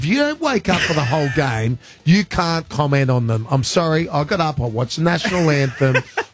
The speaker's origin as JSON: {"language": "English", "country": "Australia", "said": "as an Australian"}